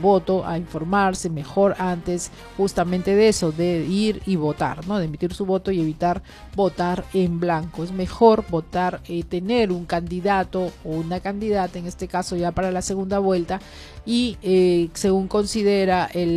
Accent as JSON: {"language": "Spanish", "area": "Villa El Salvador", "region": "Lima", "country": "Peru", "said": "los vecinos de Villa El Salvador, resaltando un poco lo orgullosos, ¿no?, que son y que somos de ser de Villa El Salvador."}